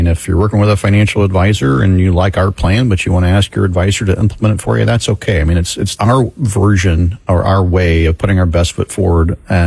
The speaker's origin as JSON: {"language": "English", "region": "Florida", "country": "United States", "tie": "born or raised there", "said": "Yeah, I was born and raised in Florida. I guess that surprises me a little."}